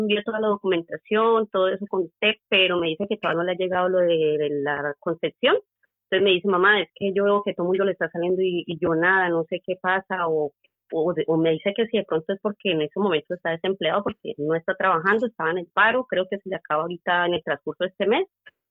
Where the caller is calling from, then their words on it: Madrid, Community of Madrid, Spain; Me comunico desde Madrid.